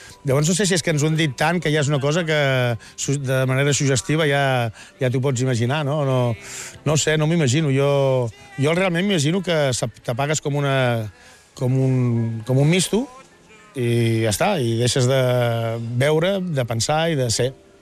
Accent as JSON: {"language": "Catalan", "town": "Vilanova i la Geltrú", "region": "Catalonia", "country": "Spain", "tie": "born or raised there", "said": "la meva infància al barri de Sant Joan d'aquí a Vilanova sí que la recordo com una cosa curiosa"}